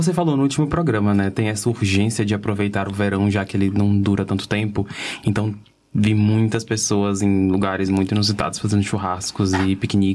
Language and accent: Portuguese; Fortaleza, Ceará, Brazil; now in Germany; E em Fortaleza a gente tá sempre no verão.